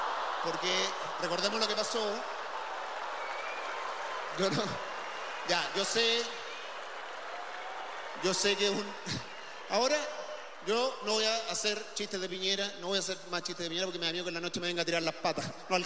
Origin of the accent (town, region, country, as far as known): Chile